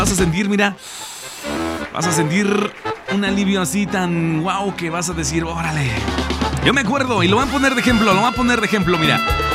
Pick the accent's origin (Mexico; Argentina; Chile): Mexico; nuestro país